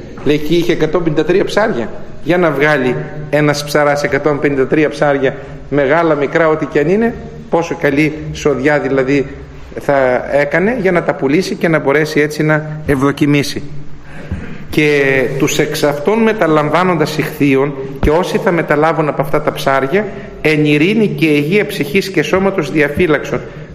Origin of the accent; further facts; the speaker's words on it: Eastern Macedonia and Thrace, Greece; moved away; Έχουμε στην πατρίδα μου επάνω τη Θράκη